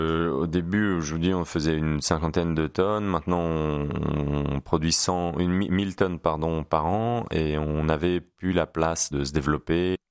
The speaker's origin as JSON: {"language": "French", "region": "Hauts-de-France", "country": "France", "tie": "born or raised there", "also_born_or_lived": "Touraine / Lyon region", "moved": "as an adult", "lives_now": "Vaucluse, France", "said": "c'est un petit peu la nostalgie du pays où j'ai grandi"}